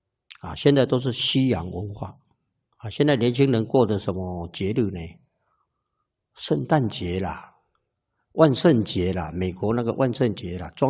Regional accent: Taiwan; 那我们台湾还有原住民的原理

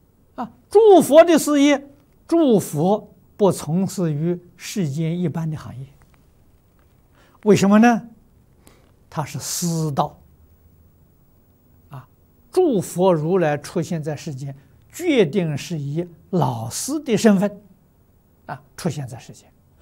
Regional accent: China; 八十岁圆寂是我们中国人讲的虚岁，啊，要外国人讲这个年龄呢，那释迦牟尼佛是七十九岁。

